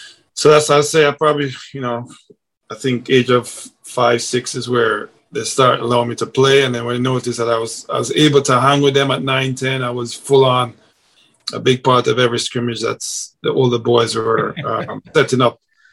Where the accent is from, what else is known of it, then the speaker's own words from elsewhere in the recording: Kingston, Jamaica; now in United States; Yeah, I grew up in Kingston, Jamaica, with, you know, a big family. I'm a family-oriented person. So I grew up in Jamaica. I lived in Kingston, as I said. Went to St. Peter and Paul Prep School.